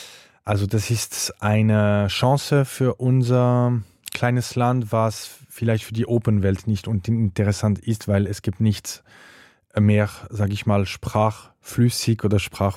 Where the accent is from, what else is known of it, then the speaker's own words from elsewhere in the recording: Fribourg, Switzerland; moved away as an adult; also born or lived in Zürich; Ich komme aus Fribourg, das ist schon die Provinz, eine tolle Stadt, aber schon die Provinz.